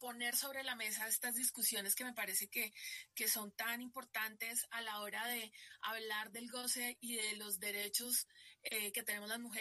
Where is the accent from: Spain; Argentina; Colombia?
Colombia; Bogotá; pues porque yo soy Rola y estoy enamoradísima de Bogotá.